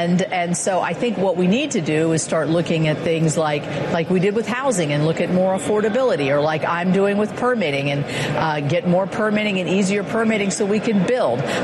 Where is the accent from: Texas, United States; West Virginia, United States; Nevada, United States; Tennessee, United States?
West Virginia, United States